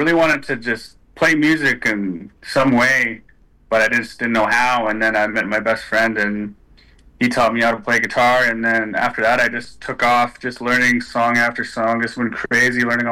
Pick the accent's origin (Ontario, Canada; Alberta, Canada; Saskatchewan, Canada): Saskatchewan, Canada; Orange; I'm originally from Orange, Saskatchewan, Treaty 6 territory.